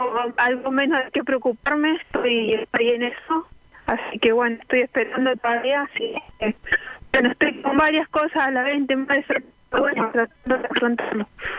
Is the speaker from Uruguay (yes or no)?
no; Neuquén, Argentina; No, viví en Neuquén Capital. Soy neuquina de corazón.